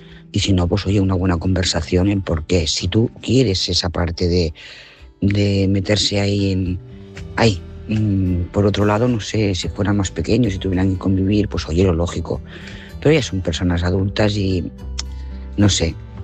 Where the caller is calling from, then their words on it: Lloret de Mar, Catalonia, Spain; Lloret de Mar.